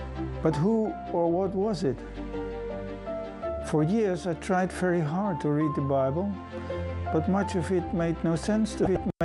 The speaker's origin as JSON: {"language": "English", "country": "Netherlands", "said": "I'm from Holland, from a Dutch Reformed family."}